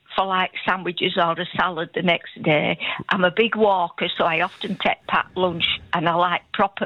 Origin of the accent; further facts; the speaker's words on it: Yorkshire and the Humber, United Kingdom; accent: Yorkshire; my Yorkshire accent